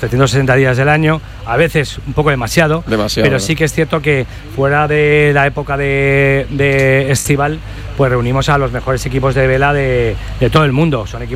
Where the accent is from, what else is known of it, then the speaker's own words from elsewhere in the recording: Valencia, Valencian Community, Spain; y eso que yo soy de Valencia, cuidado.